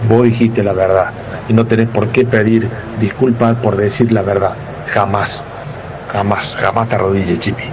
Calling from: Córdoba, Argentina; de Córdoba.

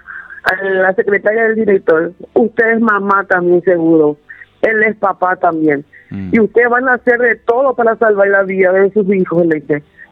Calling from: Pedro Juan Caballero, Amambay, Paraguay; somos de Pedro Juan

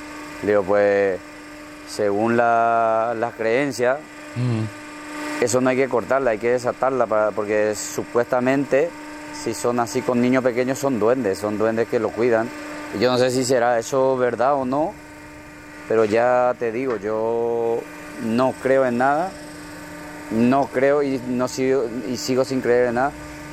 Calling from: Toledo, Castilla-La Mancha, Spain; de Toledo, España.

